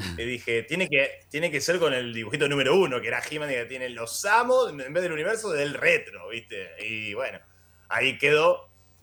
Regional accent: Rosario, Santa Fe, Argentina; now in Funes, Argentina; nací en Rosario, toda mi infancia la pasé en la zona sur de Rosario y ahora me vine a vivir a Funes.

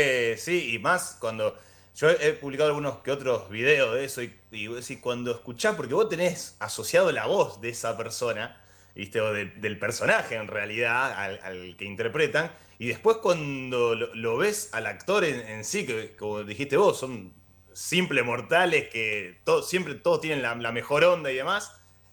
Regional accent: Rosario, Santa Fe, Argentina; now in Funes, Argentina; nací en Rosario, toda mi infancia la pasé en la zona sur de Rosario y ahora me vine a vivir a Funes.

